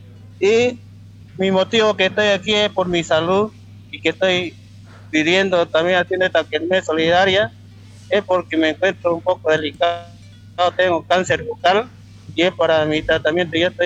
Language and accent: Spanish; Pampa Grande, Santa Cruz, Bolivia; now in La Recta, Bolivia; Soy de Pampa Grande y vivo en La Recta.